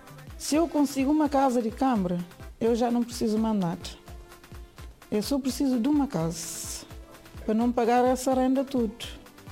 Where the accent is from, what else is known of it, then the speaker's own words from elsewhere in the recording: Cape Verde; now in Portugal; eu quando venho de Cabo Verde, venho para evacuar Cabo Verde.